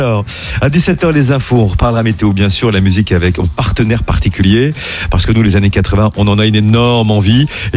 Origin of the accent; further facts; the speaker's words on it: Brittany, France; chez nous en Bretagne